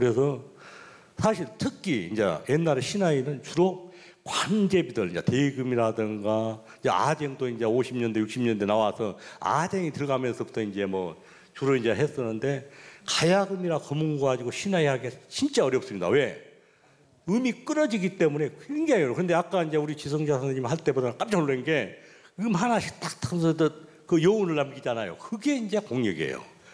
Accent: Damyang, South Jeolla, South Korea; 제가 고향이 전남 담양인데요.

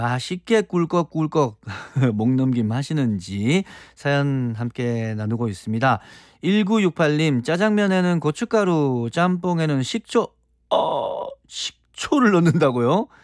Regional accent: Gyeongsang, South Korea; 저는 이제 경상도인데요

